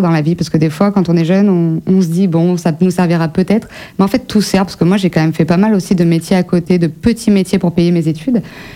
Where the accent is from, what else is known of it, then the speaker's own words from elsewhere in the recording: Périgueux, Nouvelle-Aquitaine, France; Moi, j'ai grandi donc à Périgueux. Mes parents sont originaires de Chancelade. Et du coup, j'ai fait toutes mes études à Périgueux.